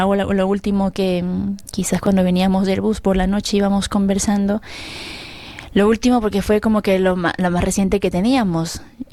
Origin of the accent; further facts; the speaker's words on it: Peru; now in Ávila, Spain; yo no soy española, yo soy peruana